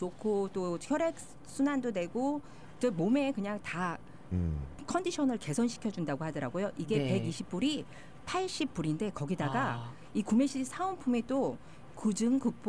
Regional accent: Seosan, South Chungcheong, South Korea; moved away; 제가 서산 출신이잖아요.

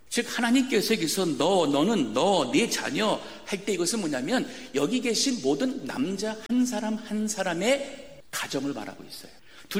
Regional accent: South Korea

